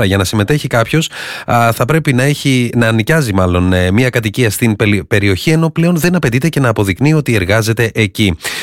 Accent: Ioannina, Epirus, Greece; moved away; και εγώ είμαι και από τα Ιωάννινα

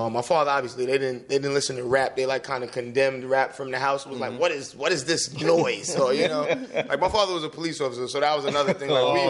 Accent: Long Island, New York, United States; born there; also born or lived in Brooklyn, New York; I'm a Long Island guy, but I was born in Brooklyn. I came to Long Island, I don't know, maybe 7, 8, 9, somewhere around there. So I'm a Long Island guy.

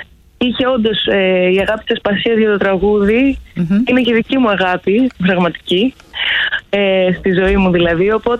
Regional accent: Thessaloniki, Central Macedonia, Greece; moved away as an adult; now in Athens, Greece; Εγώ όχι, μεγάλωσα, γεννήθηκα στη Θεσσαλονίκη.

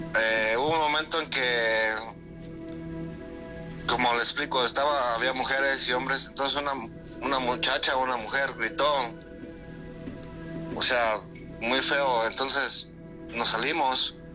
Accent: Guanajuato, Mexico; Sí, tengo 43 años de edad, soy de Guanajuato, un pueblo chico.

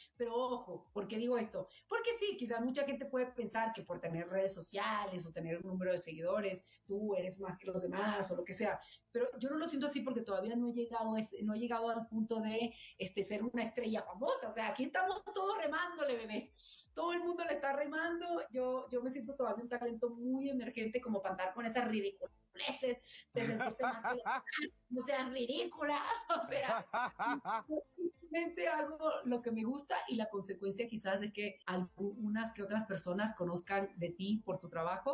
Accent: Venezuela; now in Mexico; tener la nacionalidad de mis amores, que es Venezuela, y la nacionalidad que hoy por hoy me ha dado tanto, que es México

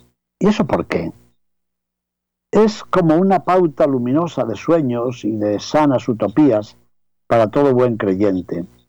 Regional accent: Spain; No solamente en mi país, en España, desde donde estoy meditando en este misterio, sino en otros muchos países que conozco

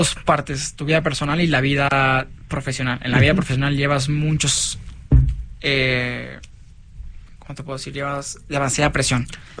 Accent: Monterrey, Nuevo León, Mexico; now in Valencia, Spain; Sí, yo nací en Monterrey, mi familia sigue viviendo en Monterrey, entonces esa

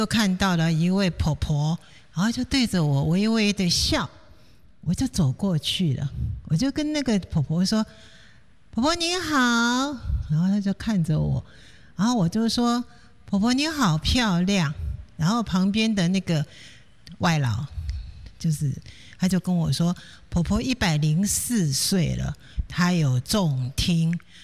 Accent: Tucheng, New Taipei, Taiwan; 我来自土城一

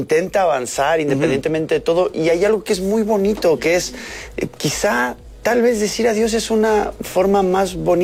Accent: Argentina; Sí, yo como argentino lo sé

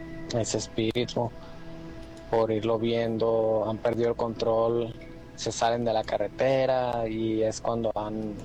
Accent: Sinaloa, Mexico; con todo el respeto, yo no soy de esos lugares. Yo soy de Sinaloa

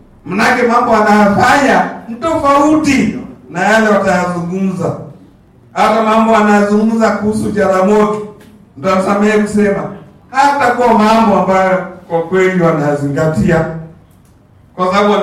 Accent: Kenya

